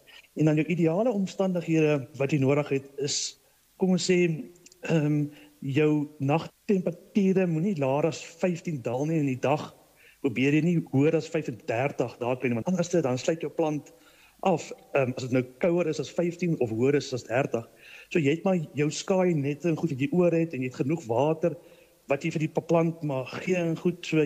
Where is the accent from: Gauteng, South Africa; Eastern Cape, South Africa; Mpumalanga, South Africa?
Gauteng, South Africa; Meyerton; Ek is afkomstig van Meyerton hier in die Midvaal omgewing Gauteng area, ja.